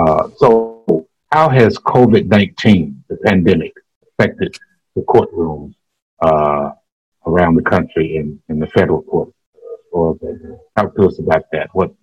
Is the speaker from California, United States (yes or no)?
no; Chattanooga, Tennessee, United States; I grew up in poverty in South Chattanooga